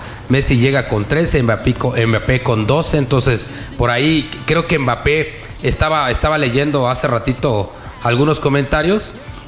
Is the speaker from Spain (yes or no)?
no; Mexico; tú sabes cómo somos los mexicanos